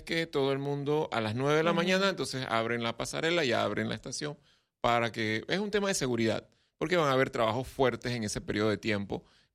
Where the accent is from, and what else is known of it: Panama